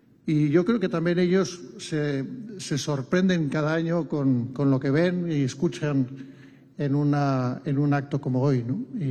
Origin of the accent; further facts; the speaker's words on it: Spain; yo soy español porque nací aquí y una parte de mi herencia es española